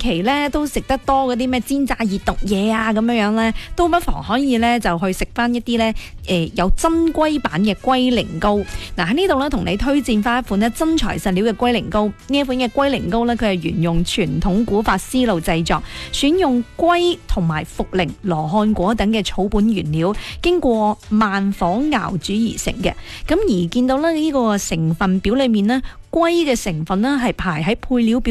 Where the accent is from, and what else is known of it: Guangdong, China